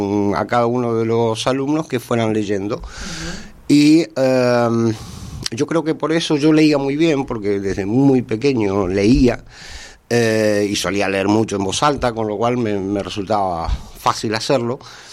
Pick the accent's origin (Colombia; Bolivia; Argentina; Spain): Argentina; Buenos Aires; moved away; also born or lived in San Rafael, Mendoza, Argentina; Yo nací en la ciudad de Mendoza, en la provincia de Mendoza, en la ciudad de San Rafael, pero teniendo yo un año, la familia se trasladó a Buenos Aires, con lo cual me crié en Buenos Aires. De hecho, Mendoza la conocí ya con 18, 19 años.